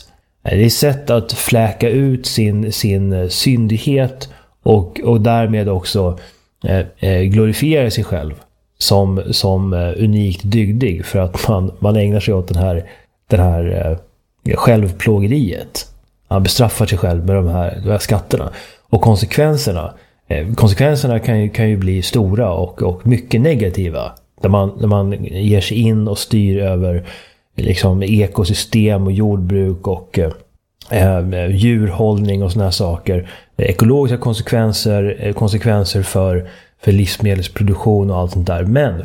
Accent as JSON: {"language": "Swedish", "town": "Uppsala", "region": "Uppsala County", "country": "Sweden", "tie": "born or raised there", "said": "Sveriges lantbruksuniversitet, ärvördig institution i min hemstad Uppsala"}